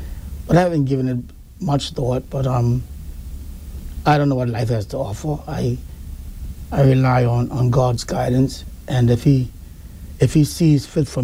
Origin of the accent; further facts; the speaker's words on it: Cockburn Town, Turks & Caicos Islands; also born or lived in Bahamas; Growing up in Grand Turk in the late 60s, early 70s, 80s was wonderful.